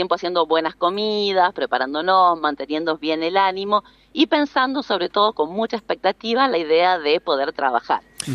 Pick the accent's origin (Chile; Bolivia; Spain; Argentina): Argentina; Mendoza